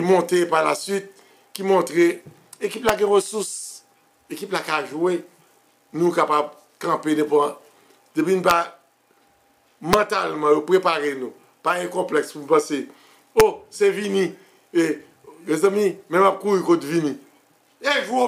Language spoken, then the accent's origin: French; Haiti; nous en tant qu'haïtien